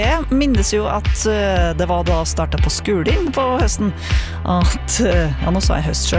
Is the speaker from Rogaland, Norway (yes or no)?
no; Rennebu, Trøndelag, Norway; Det var da sommeren kom, så nå hadde det I hvert fall I Rennebu der jeg kommer fra.